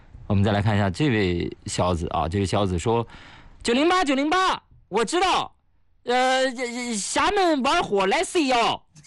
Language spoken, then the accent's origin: Chinese; Hefei, Anhui, China; 虽然我给大家经常送我们山西特产老陈醋，对吧？啊，但是呢，我是在合肥土生土长的